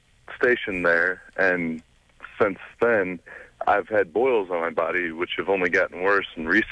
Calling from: St. Louis, Missouri, United States; I'm from St. Louis, Missouri. I just recently returned from Iraq.

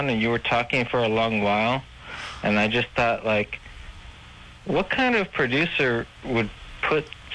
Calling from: California, United States; I'm from California.

